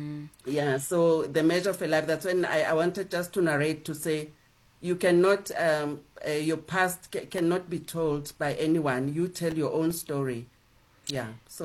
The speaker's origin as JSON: {"language": "English", "town": "Soweto", "region": "Gauteng", "country": "South Africa", "tie": "born or raised there", "said": "I'm from a family of six, and I grew up in Soweto, and my mother never worked a day, and my dad used to be a truck driver, so he was never home."}